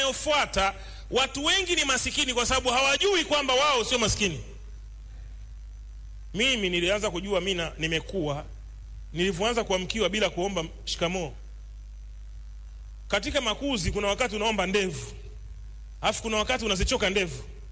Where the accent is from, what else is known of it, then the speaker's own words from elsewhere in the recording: Kilimanjaro, Tanzania; Sisi ni Wachaga wote, maduka kuwa tofauti, kuwa tofauti.